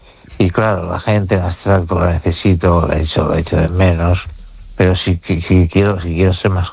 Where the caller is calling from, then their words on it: Valencia, Valencian Community, Spain; desde Valencia